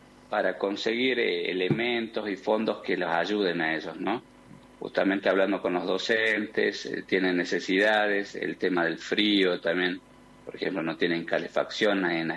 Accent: La Quiaca, Jujuy, Argentina; siempre trabajo por acá, soy de La Quiaca

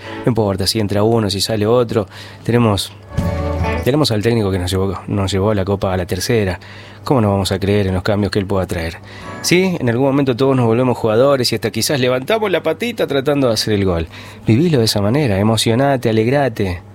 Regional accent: Argentina; Somos todos argentinos

